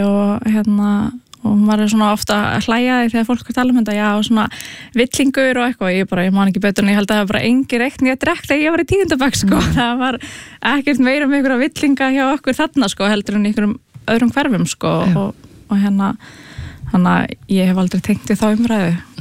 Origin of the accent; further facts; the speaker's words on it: Reykjavík, Capital Region, Iceland; Herra, ég ólst upp í Breiðholti og var í Hólabrekkskóla og flutti hana í hérna Gaggó í Fossvogin